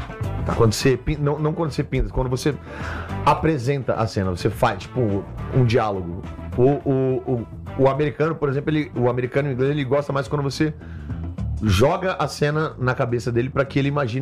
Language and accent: Portuguese; Brazil; Eu sou humorista brasileiro.